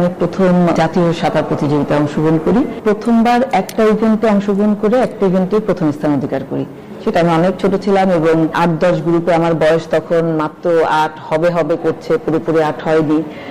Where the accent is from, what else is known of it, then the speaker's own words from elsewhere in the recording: Rajbari, Dhaka Division, Bangladesh; now in Dhaka, Bangladesh; রাজবাড়ী হচ্ছে আমার home district, তো রাজবাড়িতে আমাদের স্টেডিয়ামের পাশে বাসা থাকার কারণে খেলাধুলার একটা আবহে বড় হয়েছি